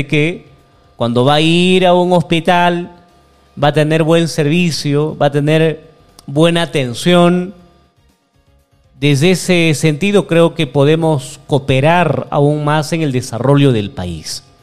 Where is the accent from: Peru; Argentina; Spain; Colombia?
Peru